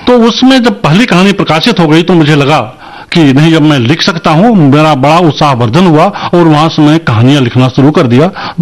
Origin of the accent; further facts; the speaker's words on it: Azamgarh, Uttar Pradesh, India; जी, मेरा जन्म सन 1964 में उत्तर प्रदेश के आजमगढ़ जिले के एक पिछड़े क्षेत्र में हुआ था।